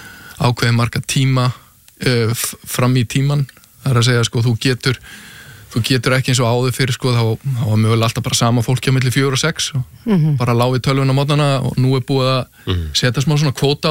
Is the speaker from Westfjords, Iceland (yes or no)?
no; Hafnarfjörður, Capital Region, Iceland; ég ólst upp í Hafnarfirðinum að golfklúbbur Keili bara byrjaði þar 7-8 ára gamall.